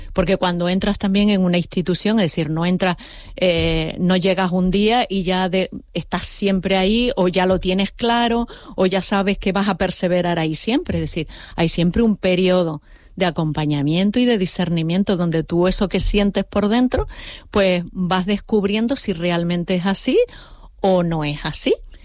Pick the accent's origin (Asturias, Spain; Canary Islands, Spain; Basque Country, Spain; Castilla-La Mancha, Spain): Canary Islands, Spain; La Palma; moved away as an adult; now in Gran Canaria, Spain; Me vengo de La Palma, porque yo soy de La Palma.